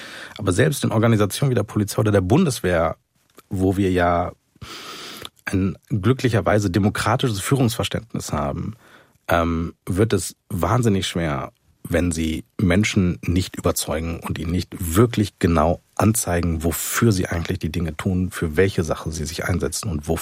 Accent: West Germany, Germany; als Westdeutsche, die sehr lange in Frieden, Freiheit und Wohlstand gelebt haben.

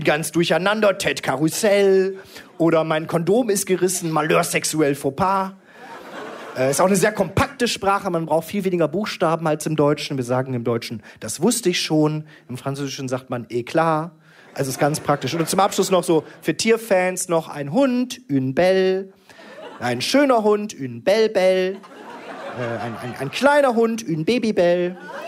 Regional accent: Willich, North Rhine-Westphalia, Germany; born there; Geboren bin ich in Willich und mit CH. Und Willich hat immerhin einen eigenen Wikipedia-Artikel.

